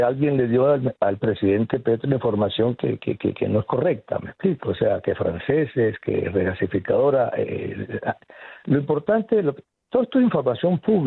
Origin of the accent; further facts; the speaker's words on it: Colombia; como soy colombiano y quiero a mi país y quiero que el país siga progresando